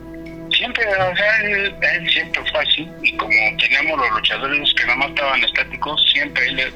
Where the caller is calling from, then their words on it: Mexico City, Mexico; Nosotros somos aquí de Tepito.